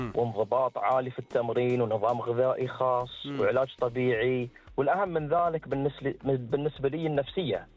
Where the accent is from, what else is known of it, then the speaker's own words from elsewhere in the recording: Bahrain; فينا كبحرينيين